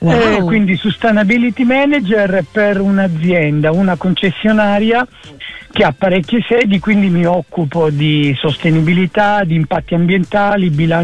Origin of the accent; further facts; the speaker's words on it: Reggio Calabria, Calabria, Italy; born there; moved away as an adult; also born or lived in Palermo; Io sono nato a Palermo, vissuto a Reggio Calabria